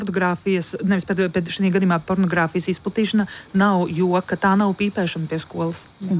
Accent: United Kingdom; bet tā kā es no Lielbritānijas, tad šobrīd tur ir tūkstošiem bērnu

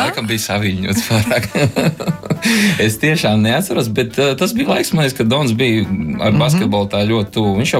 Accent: Riga, Latvia; es no Purciem

